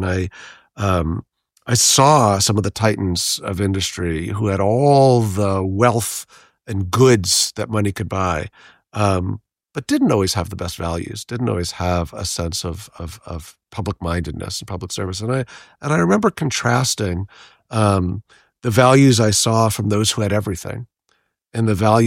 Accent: New York City, New York, United States; So I'm a New Yorker through and through. I'm a fourth generation New Yorker. And I grew up in New York during what, prior to the present moment, really had been kind of the prior peak homelessness crisis in New York in the 1970s, 1980s

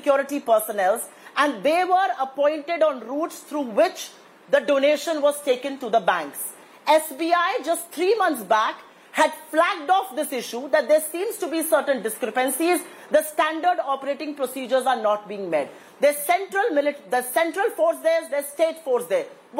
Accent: Uttar Pradesh, India; I come from Uttar Pradesh.

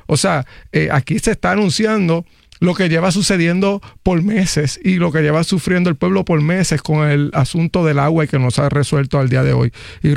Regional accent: Aguada, Puerto Rico; El noroeste de donde yo soy, Aguada, cada vez que llueve, la toma del río Culebrinas crece

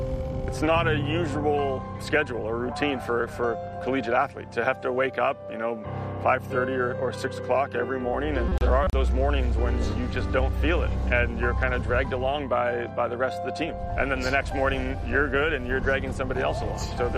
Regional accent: British Columbia, Canada; moved away as an adult; now in Berkeley, United States; I grew up near Vancouver, up in Canada. I came down to row for the team 20, 25 years ago

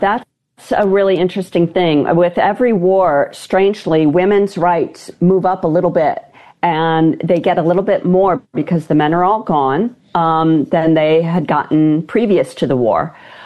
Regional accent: Cleveland, Ohio, United States; moved away as an adult; also born or lived in Vassar, New York / Berkeley, California; now in San Francisco, United States; I grew up in Cleveland, Ohio.

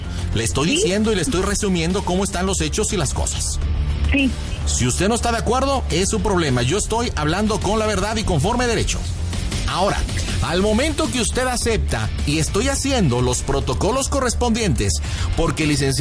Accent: Nuevo León, Mexico; Yo no sé si porque usted es de Hidalgo, yo soy de Nuevo León, tenemos un español diferente, posiblemente así como tenemos diferentes costumbres, tenemos diferentes alimentos.

